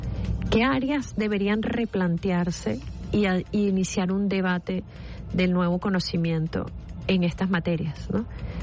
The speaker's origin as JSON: {"language": "Spanish", "country": "Venezuela", "said": "Es parte del llamado que tenemos como venezolanos"}